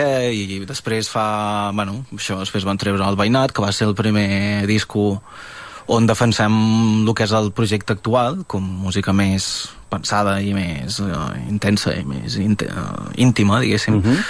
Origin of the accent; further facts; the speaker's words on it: Banyoles, Catalonia, Spain; born there; also born or lived in the Balkans; vaig arribar a Banyoles